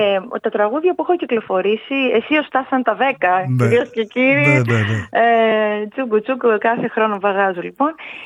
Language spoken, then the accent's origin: Greek; Greece; Ακόμα και στον δρόμο έλεγα ότι είμαι Έλληνας